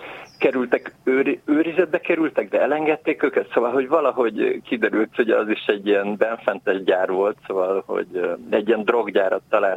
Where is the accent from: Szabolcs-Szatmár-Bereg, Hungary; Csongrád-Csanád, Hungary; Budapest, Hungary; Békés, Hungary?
Budapest, Hungary; Én mondjuk az ötödik kerületben születtem, itt nőttem föl